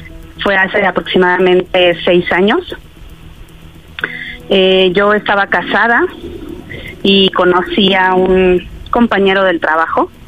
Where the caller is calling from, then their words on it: Mexico; Tengo 35 y soy de Venustiano Carranza